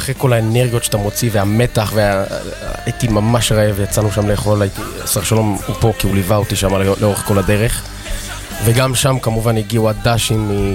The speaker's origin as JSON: {"language": "Hebrew", "town": "Jerusalem", "region": "Jerusalem District", "country": "Israel", "tie": "born or raised there", "said": "וגדלנו בארנוף. זהו, אתה יודע, חרדים הארדקור"}